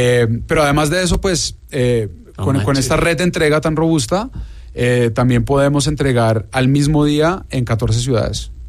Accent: Mexico; a los mexicanos y mexicanas nos gusta, porque yo me siento muy mexicano, nos gusta mucho comprar con colmillo, ¿no?

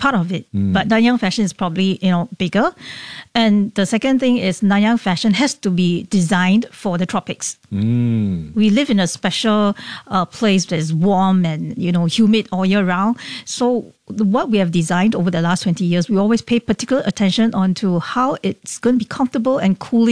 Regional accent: Singapore; born there; I was born in Singapore, but my parents are Malaysian. Mm-hmm. So my mom is from Penang.

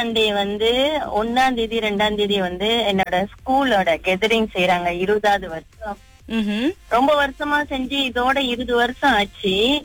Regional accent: Bagan Serai, Perak, Malaysia; now in Klang, Malaysia; எங்களோட ஸ்கூல் வந்து நாங்க பிறந்து வளர்ந்ததுல வந்து பகன்சராய் பேரா.

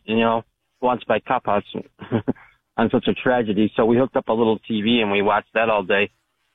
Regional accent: New York, United States; now in Maui, United States; calling from Maui. I was born in New York and grew up there, and I remember 9/11.

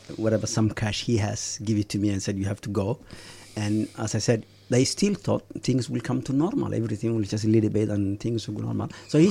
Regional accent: Ethiopia; English is a second language; And I ended up going back without my father with me, you know, my hometown

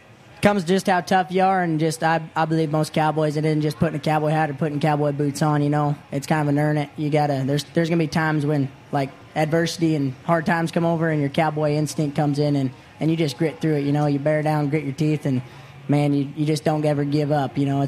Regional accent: Gillette, Wyoming, United States; moved away; I'm originally from Gillette, Wyoming.

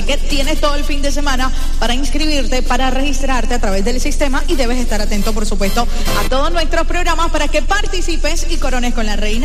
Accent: Colombia; Y como buenos colombianos, seguimos soñando con esta Copa del Mundo

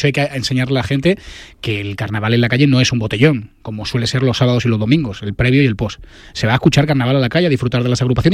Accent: Madrid, Community of Madrid, Spain; also born or lived in Vallecas; soy mitad andaluz, mitad madrileño. Bueno, yo soy madrileño, yo soy de Vallecas, pero mi madre es de Sevilla

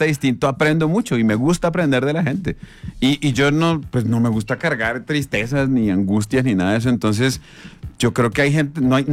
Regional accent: Santa Marta, Magdalena, Colombia; Yo soy samario, yo crecí en Santa Marta.

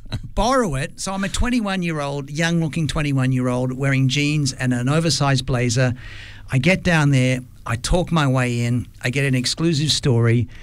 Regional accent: Australia; "Hi, I'm a journalist from Australia, Sydney Morning Herald.

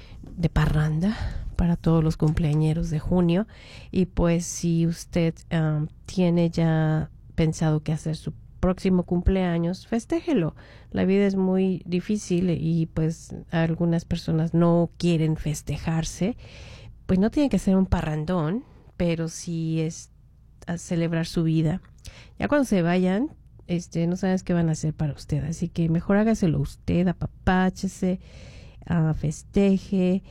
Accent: Mexico; moved away; Las personas que somos de México

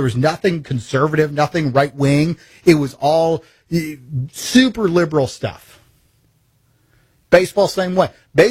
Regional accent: Midwest, United States; I mean, I'm from the Midwest.

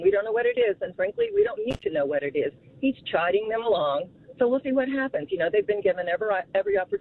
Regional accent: United States; as an American citizen, to have the president going, oh, yeah, yeah, you know, let's get along.

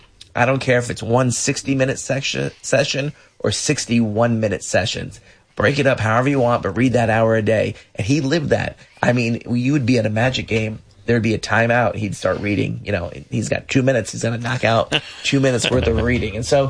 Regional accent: Orlando, Florida, United States; You know, Orlando has a great, you know, we're all from Orlando. We all grew up here. Still feels small to us.

